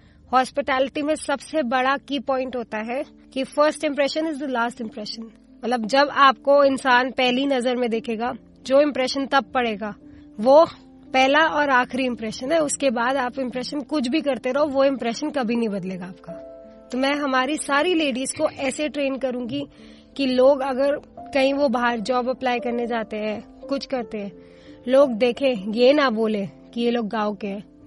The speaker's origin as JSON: {"language": "Hindi", "region": "Delhi", "country": "India", "said": "मैं दिल्ली की ही रहने वाली हूँ।"}